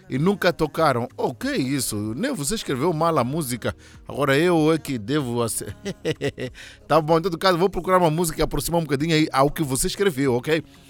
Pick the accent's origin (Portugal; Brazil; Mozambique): Mozambique; Muxenga, Tete; sou de Muxenga, distrito de Xangara.